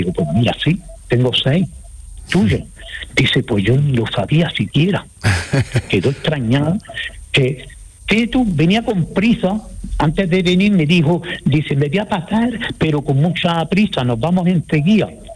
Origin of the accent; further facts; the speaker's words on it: Andalusia, Spain; yo soy de Cajas, en Cajas no había cine y los niños íbamos al cine de la Estubia.